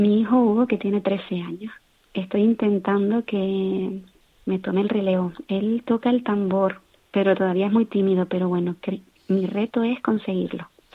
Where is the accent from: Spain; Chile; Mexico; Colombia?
Spain; Canary Islands; nuestro folclore o nuestra música de Canarias